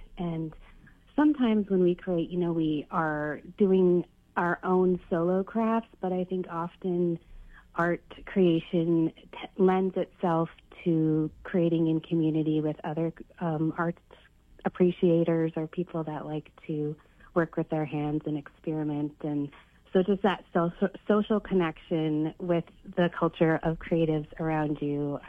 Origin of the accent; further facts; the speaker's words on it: Bethel, Alaska, United States; Yeah, well, I'm non-Indigenous, but I was born and raised in Bethel, so I was highly impacted by the culture there.